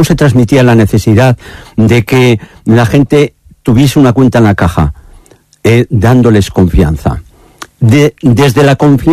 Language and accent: Spanish; Aranda de Duero, Castile and León, Spain; Yo hablo desde el pueblo, yo soy de Aranda de Duero